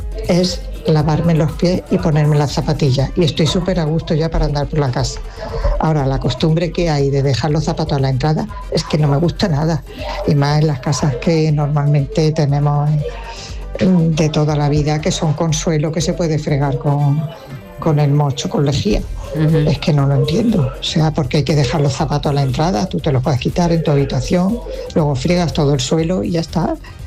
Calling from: Córdoba, Andalusia, Spain; de Córdoba.

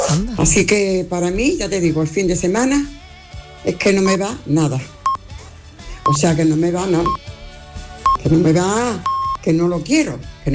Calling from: Mijas, Andalusia, Spain; de aquí de Mijascota.

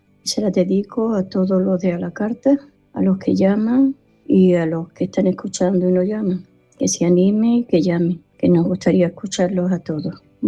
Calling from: Marbella, Andalusia, Spain; Hola, querido Manolo … de Marbella.

